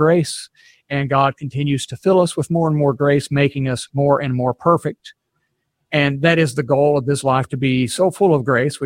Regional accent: Tennessee, United States; I'm from Tennessee

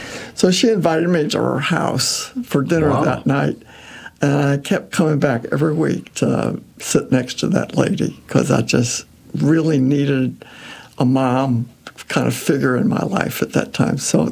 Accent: Arkansas, United States; moved away as an adult; also born or lived in Springfield, Illinois; now in St. Louis area, United States; it was 200 miles from my hometown down in Arkansas, so I could pop home for a weekend if I wanted to.

